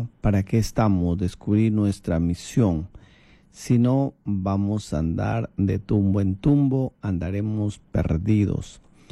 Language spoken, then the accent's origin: Spanish; San Miguel, Cajamarca, Peru; born there; also born or lived in Chepén, La Libertad; now in Piura, Peru; yo nací en San Miguel de Cajamarca y Chepén, así es que soy cajamarquino chepenano, adoptado en Piura. Amo a Chepén y amo también Cajamarca, por supuesto.